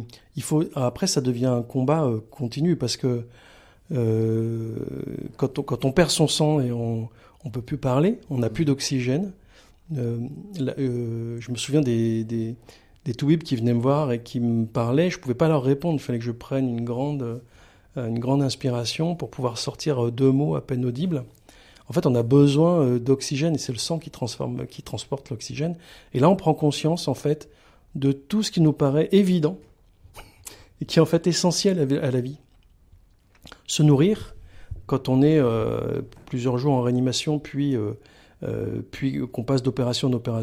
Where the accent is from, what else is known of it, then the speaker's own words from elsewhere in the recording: Draveil, Île-de-France, France; born there; Donc on s'est un peu baladé, mais je suis né à Draveil.